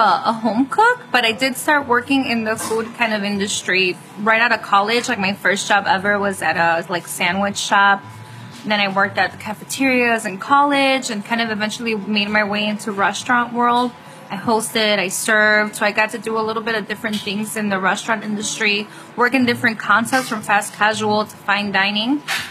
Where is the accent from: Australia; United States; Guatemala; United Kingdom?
United States; born there; We grew up on this side of the border. We have love for our roots and where our parents came from, but we certainly identify as American as well.